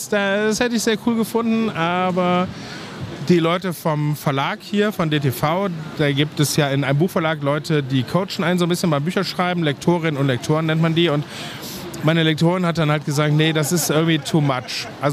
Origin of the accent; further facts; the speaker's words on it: Leverkusen, North Rhine-Westphalia, Germany; 51 Jahre, ich komme aus Leverkusen, das ist eine kleine hässliche Stadt in Nordrhein-Westfalen